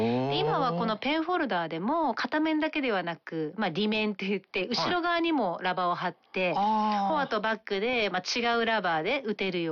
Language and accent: Japanese; Kanuma, Tochigi, Japan; 本当に私のもう地元、もう地元、っていう感じですね。まあ、鹿沼市に、阿波野町ってとこなんですけど、鹿沼市に合併された、地域なんですけど、すみません、田舎なんです。田舎なんです。